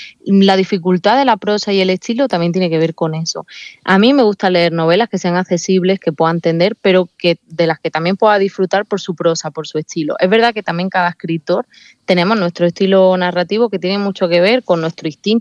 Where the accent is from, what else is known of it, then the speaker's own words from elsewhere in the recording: Ayamonte, Andalusia, Spain; yo soy de Huelva, conozco muy bien Doñana, he estado mucho en Doñana, además soy de Ayamonte, que tiene un paisaje muy similar al de Doñana, con las dunas, las marismas